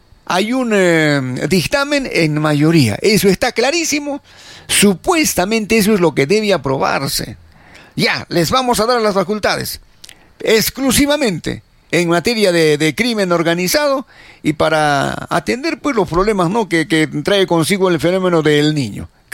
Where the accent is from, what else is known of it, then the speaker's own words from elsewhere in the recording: Peru; derechos que nos asisten como peruanos, como seres humanos